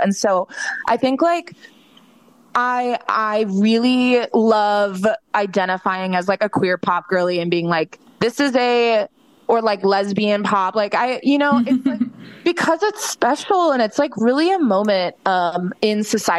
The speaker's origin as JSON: {"language": "English", "region": "Florida", "country": "United States", "tie": "born or raised there", "also_born_or_lived": "Nashville / New York", "moved": "yes", "lives_now": "Los Angeles, United States", "said": "where I grew up in Florida"}